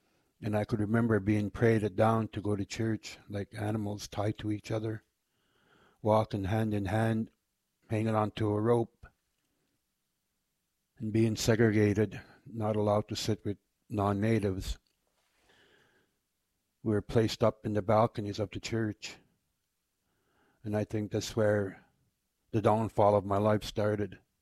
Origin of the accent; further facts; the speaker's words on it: Fredericton, New Brunswick, Canada; I'm born and raised on the St. John River in the city of Fredericton, the province of New Brunswick, Canada, and I lived here all my life on a reservation.